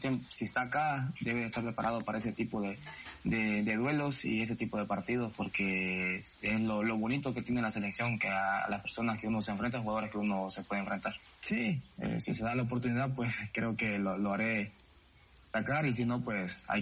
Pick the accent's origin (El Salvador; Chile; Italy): El Salvador; nosotros como salvadoreños